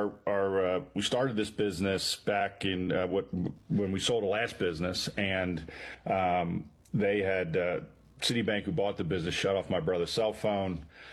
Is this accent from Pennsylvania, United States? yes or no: yes; Bryn Mawr, Pennsylvania, United States; I'm from Bryn Mawr, Pennsylvania. I have 8 brothers and sisters. I am the youngest boy and second to youngest of the 8.